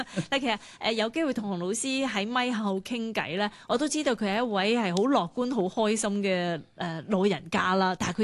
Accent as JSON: {"language": "Cantonese", "country": "China", "tie": "born or raised there", "moved": "yes", "said": "可能是我自己童年在内地生活长大了"}